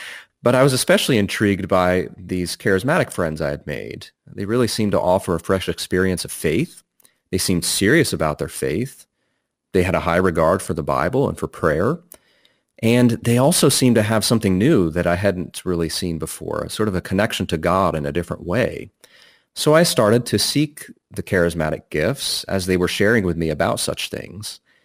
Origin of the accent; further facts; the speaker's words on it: Northeast, United States; I grew up in the Northeast.